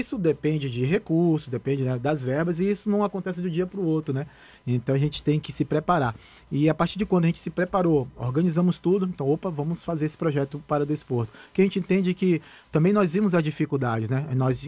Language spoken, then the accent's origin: Portuguese; Bahia, Brazil; eu sou natural da Bahia